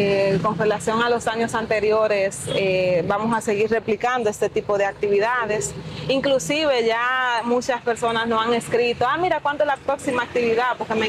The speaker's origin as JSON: {"language": "Spanish", "country": "Dominican Republic", "said": "nosotros como dominicanos"}